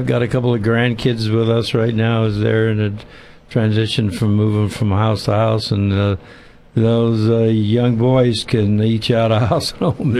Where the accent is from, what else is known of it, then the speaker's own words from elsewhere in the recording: California, United States; I grew up in a very similar situation, out of my mom and dad's ranch east of Santa Maria, where I was raised.